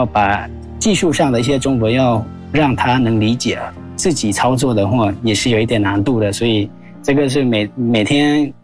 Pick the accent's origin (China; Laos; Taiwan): Laos; Chinese is a second language